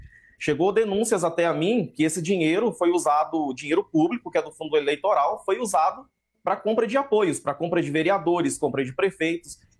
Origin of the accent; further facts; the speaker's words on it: Goioerê, Paraná, Brazil; born there; eu sou nascido lá em Goiôerê, tenho minhas raízes em Goiôerê, também aqui na região norte paranaense, em Londrina.